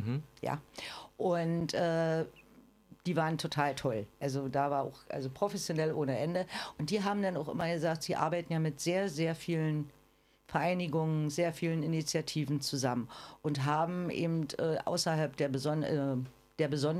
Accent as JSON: {"language": "German", "town": "Rathenow", "region": "Brandenburg", "country": "Germany", "said": "also ich kenne das dann aus Rathenow, wo ich herkomme und habe da den Kinder- und Jugendparlament gegründet"}